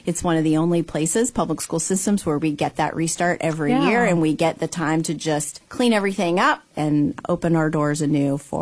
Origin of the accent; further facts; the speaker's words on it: Salem, Ohio, United States; moved away as an adult; now in New Philadelphia, United States; I'm from Salem, Ohio.